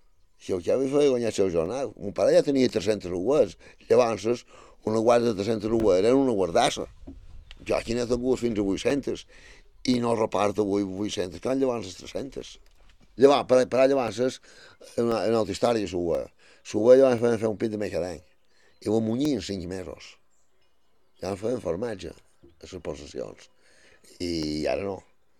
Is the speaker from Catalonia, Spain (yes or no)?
no; Balearic Islands, Spain; born there; Bueno, vaig néixer fora jo, a Sant Triau, en el barri de Sant Maixida.